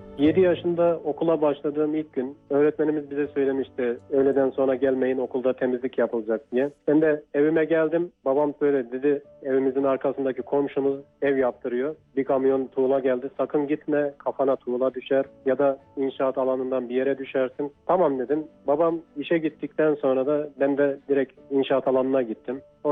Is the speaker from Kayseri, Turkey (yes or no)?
yes; Çatalhöyük, Kayseri, Turkey; born there; also born or lived in Develi; Kayseri'nin Develi ilçesinin Çatalhöyük köyünde 93 yılında dünyaya geldim.